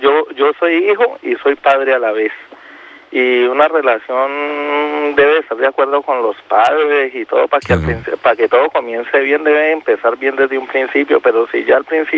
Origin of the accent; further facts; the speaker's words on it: Colombia; Mira, yo soy de Colombia, yo soy colombiano.